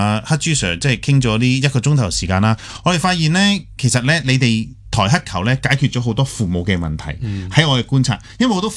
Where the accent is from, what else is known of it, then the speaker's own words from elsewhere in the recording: Hong Kong; 我哋香港人靈動